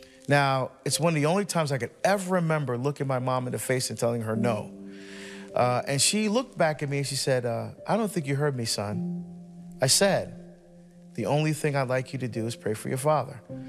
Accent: Barbados; moved away; my home country of Barbados

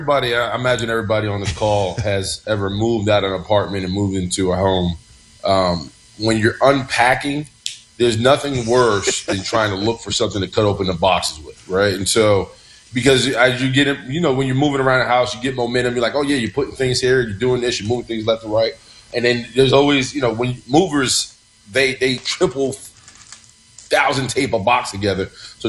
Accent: Bronx, New York, United States; I'm also from the Bronx, so we're born with these things.

